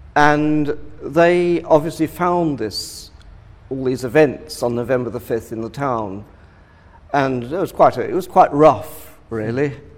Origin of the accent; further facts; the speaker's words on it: Lewes, South East England, United Kingdom; I suppose I grew up in Lewes in Sussex, which is notorious in England anyway, because it was the scene of some of the Marian martyrs, Protestant martyrs, martyred under Mary Tudor.